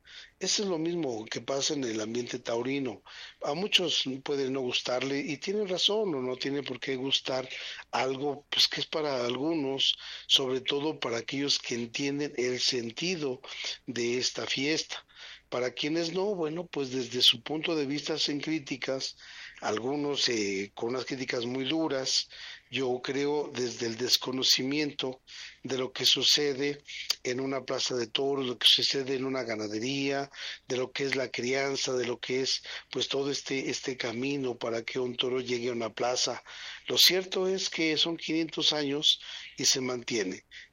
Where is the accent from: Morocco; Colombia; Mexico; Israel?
Mexico